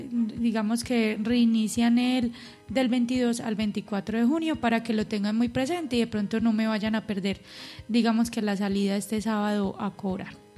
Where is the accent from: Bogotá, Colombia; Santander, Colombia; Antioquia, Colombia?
Antioquia, Colombia